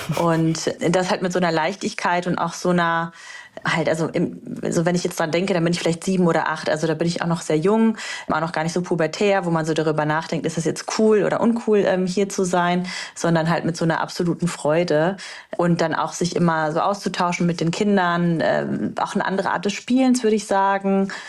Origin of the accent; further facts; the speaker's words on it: Carpathians, Romania; moved away; also wir kommen sozusagen aus den Karpaten.